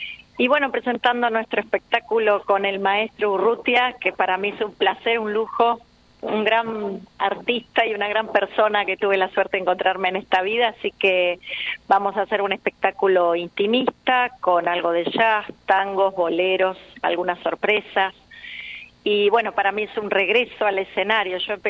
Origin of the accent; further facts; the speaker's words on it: Comodoro Rivadavia, Chubut, Argentina; moved away as an adult; now in Puerto Madryn, Argentina; yo soy nativa de Comodoro Rivadavia, amo mi ciudad, obviamente, pero me considero madrinense por adopción.